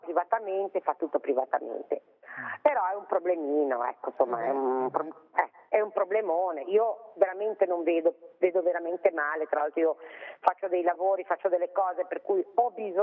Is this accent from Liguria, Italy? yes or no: yes; Pra, Liguria, Italy; noi siamo di Pra, a Recco, ma ragazzi, siamo veramente nei problemi ora.